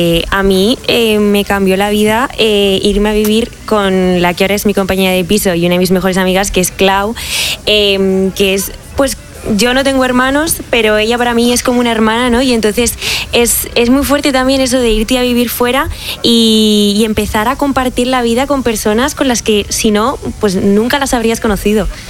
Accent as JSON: {"language": "Spanish", "country": "Spain", "said": "no es como los españoles que hablamos con todo el mundo y tal."}